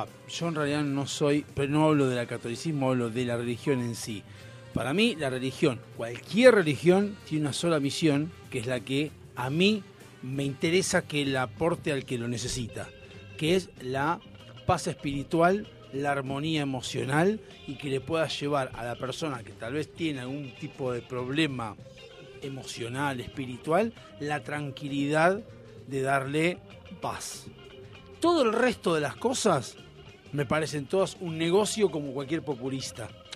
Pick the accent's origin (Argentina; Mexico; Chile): Argentina; nosotros, como argentinos